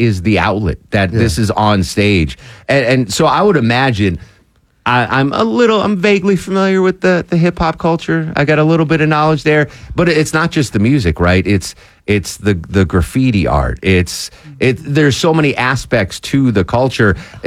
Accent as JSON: {"language": "English", "town": "Springfield", "region": "Massachusetts", "country": "United States", "tie": "born or raised there", "said": "growing up in Springfield, up the horrific strip of pavement that is I-91"}